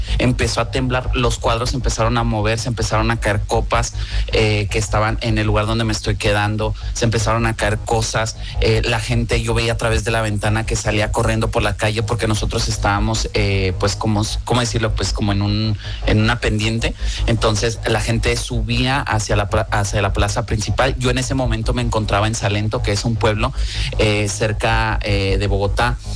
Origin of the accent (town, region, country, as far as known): Mexico